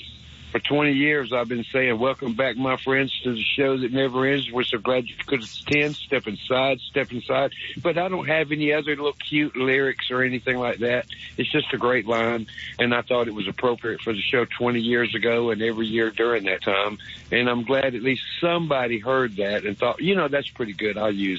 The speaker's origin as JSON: {"language": "English", "country": "United States", "said": "I mean, you know, I'm an American, and there's some good football up there."}